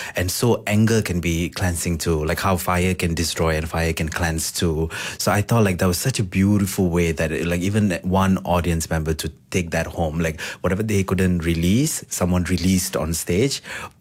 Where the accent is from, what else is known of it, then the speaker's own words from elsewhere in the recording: India; being an Indian